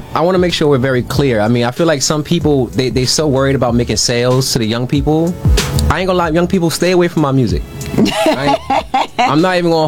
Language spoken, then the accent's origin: English; New York City, New York, United States; I'm from Brooklyn, New York.